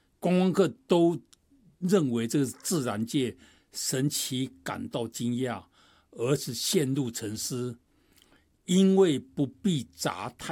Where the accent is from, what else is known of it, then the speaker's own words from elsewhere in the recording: China; 我觉得就是我们中国人讲团结的故事嘛